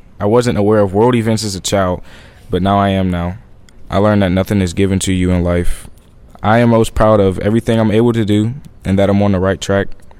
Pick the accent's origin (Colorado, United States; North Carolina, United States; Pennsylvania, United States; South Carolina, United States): Pennsylvania, United States; Pittsburgh; I'm 16. I go to Holy Family. I was born in Pittsburgh on the north side. The neighborhood I grew up in, it's on the north side. It's crowded, but it's safe.